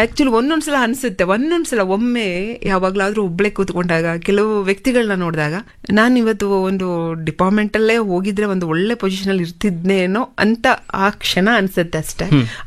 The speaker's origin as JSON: {"language": "Kannada", "town": "Mandya", "region": "Karnataka", "country": "India", "tie": "born there", "said": "First ಪ್ರಾಥಮಿಕ ಶಿಕ್ಷಣದಿಂದ degree ತನಕ ನಾನು ಮಂಡ್ಯದಲ್ಲೇ ಮಾಡಿದ್ದು."}